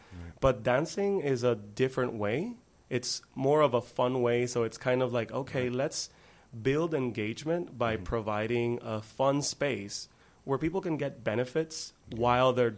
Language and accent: English; Puerto Rico; moved away as an adult; now in Rochester, United States; I'm originally from Puerto Rico. Have been living in Rochester for approximately 3 years now